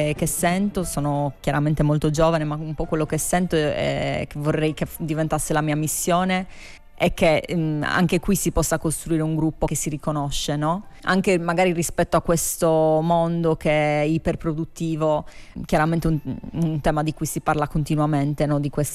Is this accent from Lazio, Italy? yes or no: no; Iglesias, Sardinia, Italy; now in Cagliari, Italy; io sono cresciuta ad Iglesias, quindi sicuramente il tema della marginalità mi è molto caro.